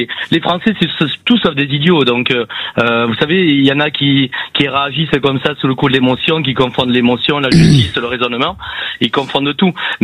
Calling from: France; mes parents viennent d'ailleurs, d'Afrique du Nord, du Maroc. Je suis français depuis ma naissance, fier de l'être

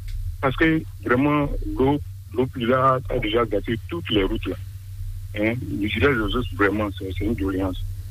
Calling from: Cotonou, Littoral, Benin; Je vous appelle depuis Cotonou.

